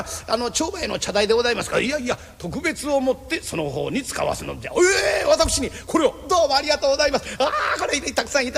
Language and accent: Japanese; Tamba-Sasayama, Hyogo, Japan; 私は丹波の篠山の出身でございますから、